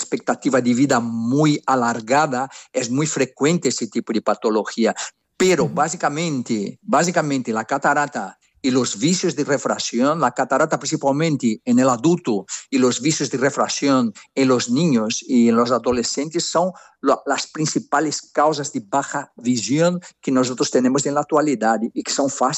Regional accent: Brazil; Catalan is a second language; No, soc brasiler, però mig català.

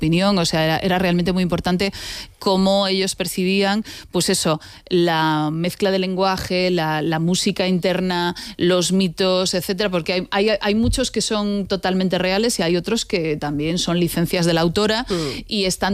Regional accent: A Coruña, Galicia, Spain; soy gallega. Gallega de A Coruña.

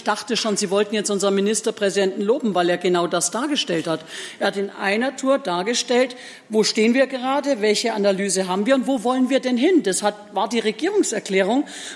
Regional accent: Germany; außer dass wir als Deutsche dort uns hingegangen sind

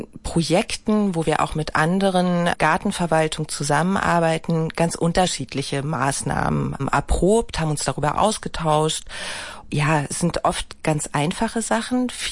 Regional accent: Berlin, Germany

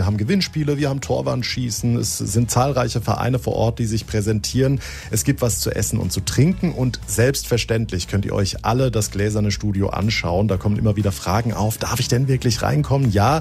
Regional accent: Rhineland-Palatinate, Germany; Und ich komme ja aus der Pfalz, kenne die Stadt sehr gut.

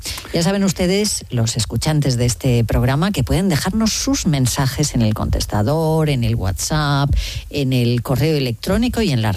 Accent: Cervera, Catalonia, Spain; que le vamos a empezar en Cervera, en Lleida, que es mi pueblo, y no voy a tener que llevar maleta, porque en casa de mi madre siempre hay cosas.

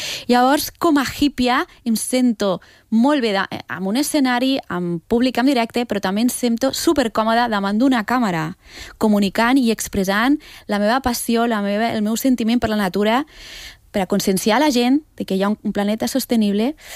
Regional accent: Catalonia, Spain; born there; I soc catalana, de cor, perquè jo he nascut aquí.

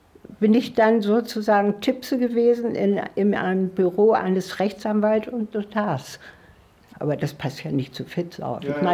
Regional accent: Northern Germany, Germany; now in Swabia, Germany; ich musste ja als Norddeutsche überhaupt erst mal mit der schwäbischen Küche überhaupt mich anfreunden.

